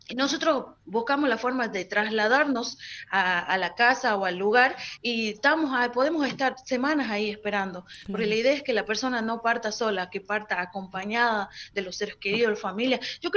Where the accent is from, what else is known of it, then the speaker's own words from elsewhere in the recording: Argentina; somos originarios de acá, que estamos antes de la constitución del Estado Nacional.